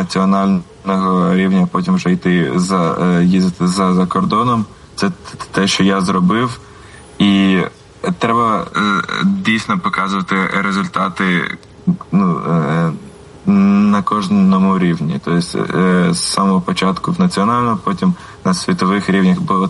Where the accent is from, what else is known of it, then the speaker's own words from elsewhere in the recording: Kyiv, Ukraine; born there; Я народився в Києві